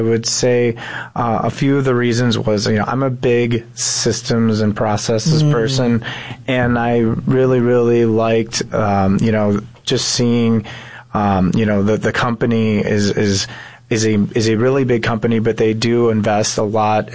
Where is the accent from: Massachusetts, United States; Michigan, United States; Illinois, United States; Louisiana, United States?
Illinois, United States; Chicago; Yes. One of seven children. You know, I grew up in the north side in the Jefferson Park area.